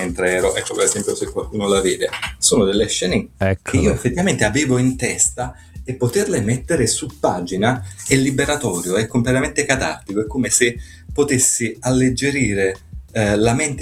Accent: Naples, Campania, Italy; io napoletano

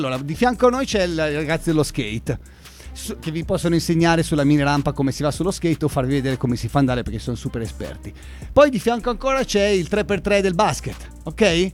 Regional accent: Senigallia, Marche, Italy; siamo da Senigallia

